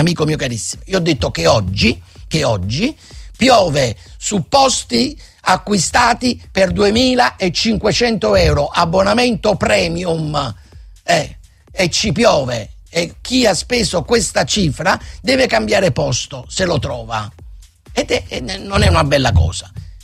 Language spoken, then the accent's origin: Italian; Naples, Campania, Italy; la mia politica è sono napoletano e tifo per la mia città